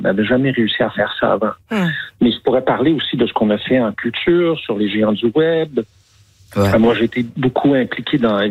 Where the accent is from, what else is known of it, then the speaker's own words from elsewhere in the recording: La Tuque, Quebec, Canada; moved away; je suis au premier salon du livre de Latuc, ma ville natale.